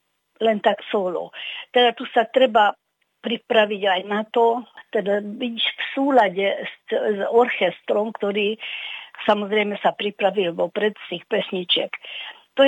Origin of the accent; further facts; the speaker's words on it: Hungary; Od nás z Maďarska